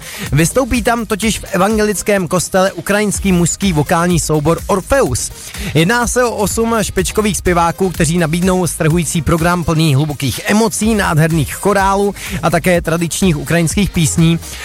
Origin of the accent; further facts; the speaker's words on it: Nový Jičín, Moravian-Silesian Region, Czechia; born there; No a má poslední pozvánka míří do mého rodného města Nového Jičína.